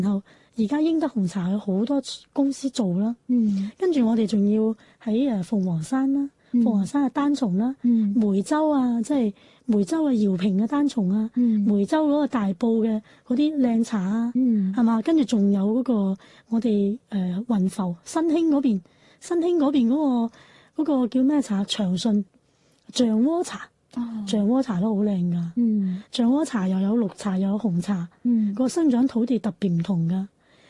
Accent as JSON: {"language": "Cantonese", "town": "Guangzhou", "region": "Guangdong", "country": "China", "said": "我广州人嚟嘅，"}